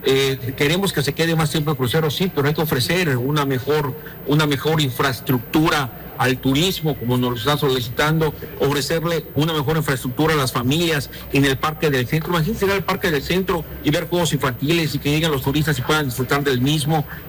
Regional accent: Cozumel, Quintana Roo, Mexico; born there

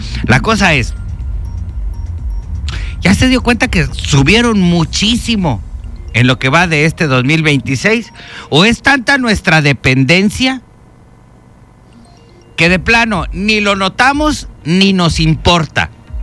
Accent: Mexico; cómo somos los mexicanos y mexicanas.

